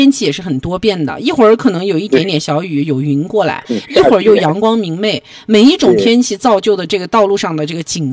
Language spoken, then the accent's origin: Chinese; Xinjiang, China; 咱们新疆人